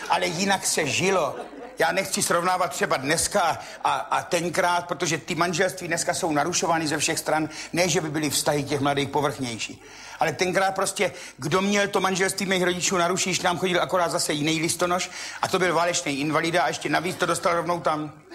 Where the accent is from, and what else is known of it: Řicmanice, South Moravian Region, Czechia